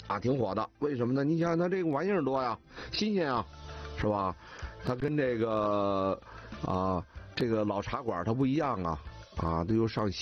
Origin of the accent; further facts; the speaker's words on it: Beijing, China; 我们北京人说的这茶钱